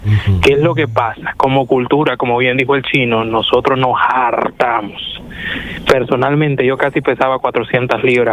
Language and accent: Spanish; El Salvador; no te como arroz, soy salvadoreño, no te como pupusas